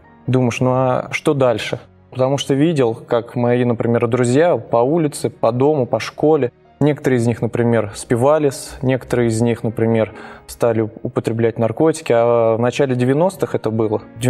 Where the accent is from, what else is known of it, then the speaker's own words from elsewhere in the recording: Nizhny Novgorod, Nizhny Novgorod Oblast, Russia; Ну, я родился в большом городе, город Нижний Новгород. Родился в обычной семье.